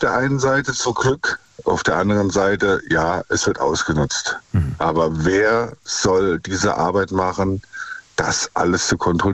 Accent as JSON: {"language": "German", "region": "Rhineland-Palatinate", "country": "Germany", "said": "Auch aus der Nähe von Main. Nicht direkt aus Main, wie der Vorredner, aber aus der Nähe von Main."}